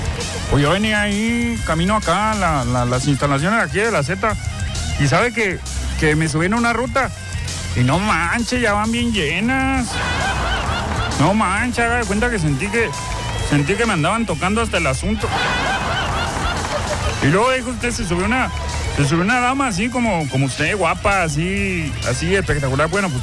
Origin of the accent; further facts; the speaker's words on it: Madera, Chihuahua, Mexico; yo como un caballero que soy, así me criaron ahí en Madera de Chihuahua.